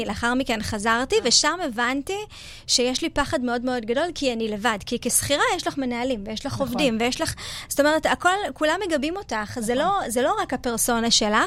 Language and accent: Hebrew; Ashkelon, Southern District, Israel; moved away; אני נוסעת לאשקלון להשכרה של אבא שלי, ואני מבקשת מגל, אני אומרת לו, בוא נעבור בשכונה שגדלתי